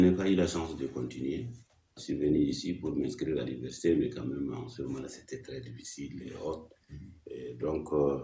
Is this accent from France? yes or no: no; Abéché, Ouaddaï, Chad; moved away as an adult; now in N'Djamena, Chad; Je suis né en 1969, à Béchi … de mère